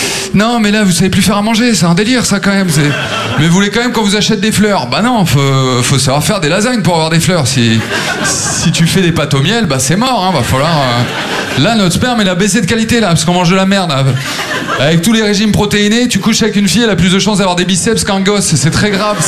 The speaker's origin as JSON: {"language": "French", "town": "Maubeuge", "region": "Hauts-de-France", "country": "France", "tie": "born there", "also_born_or_lived": "Hautmont", "said": "J'ai grandi à Maubeuge, c'est la 7e ville la plus pauvre de France"}